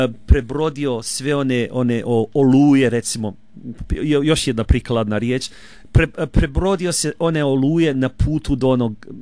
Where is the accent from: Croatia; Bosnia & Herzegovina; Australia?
Australia; Geelong, Victoria; ja sam iz Džilonga